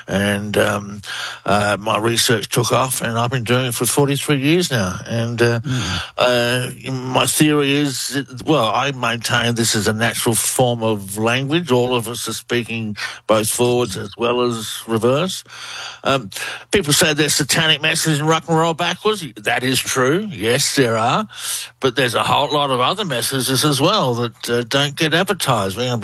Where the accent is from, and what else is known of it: Australia